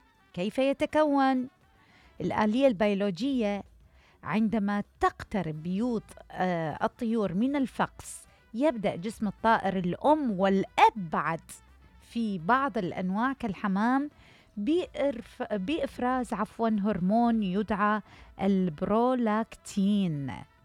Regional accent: Iraq; أكو تعبيرات عندنا بالعراق

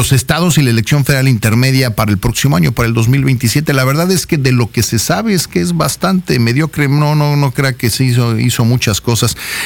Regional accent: Mexico; nosotros los mexicanos

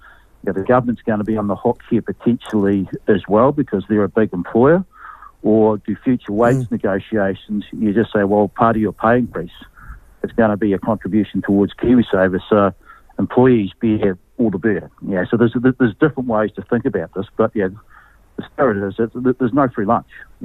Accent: New Zealand

